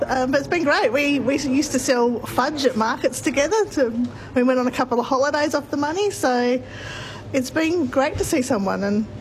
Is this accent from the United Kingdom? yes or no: no; Laura, South Australia, Australia; also born or lived in Adelaide; I was living in Adelaide by then. I'm born and bred in Laura as well.